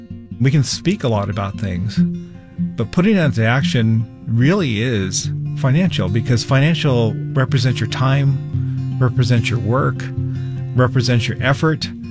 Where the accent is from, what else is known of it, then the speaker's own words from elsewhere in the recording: Hollander, Utah, United States; I'm from Hollander, Utah.